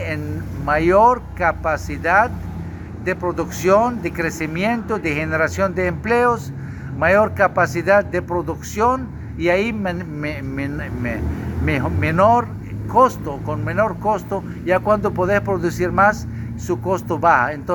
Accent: Honduras

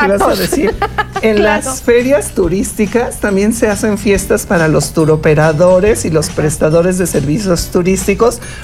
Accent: Mexico; para nosotros como mexicanos.

